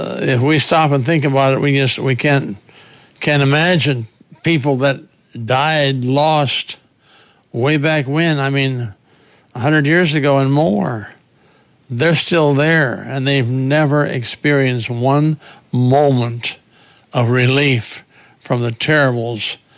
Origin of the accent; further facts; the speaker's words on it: South Dakota, United States; now in Texas, United States; On the broadcast today, I'll mention my home state, and that is South Dakota. And I use, when I pass out tracts here in Texas, I use the tract that I put together in South Dakota over 40 years ago.